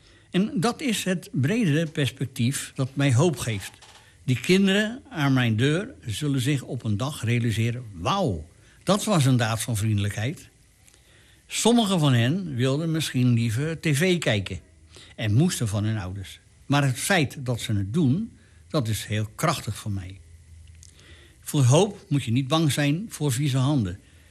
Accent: South Africa; Tegelijkertijd is er als een Zuid-Afrikaan zoveel gebeurd in mijn leven. Toen ik 16 was, werden er klasgenoten van mij vermoord.

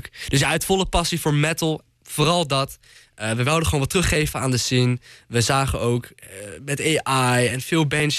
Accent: Flevoland, Netherlands; En we komen uit Flevoland.

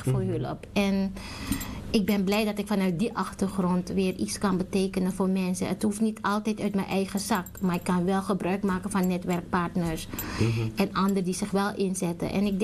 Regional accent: Suriname; now in Amsterdam, Netherlands; Ik ben in Suriname opgegroeid en Ik woonde op Gijsvleit.

